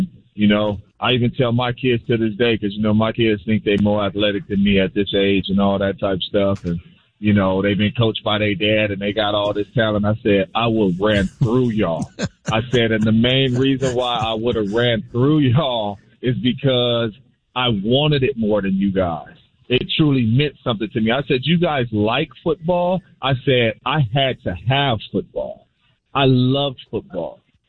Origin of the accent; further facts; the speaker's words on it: San Jose, California, United States; I'm a Bay Area kid. I went to San Jose State. I grew up in San Jose. I grew up a Raiders fan and all that good stuff, man.